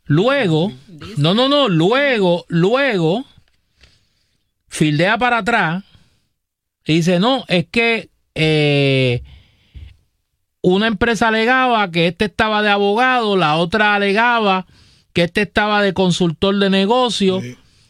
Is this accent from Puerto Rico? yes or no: yes; Caguas, Puerto Rico; como yo soy de Cagua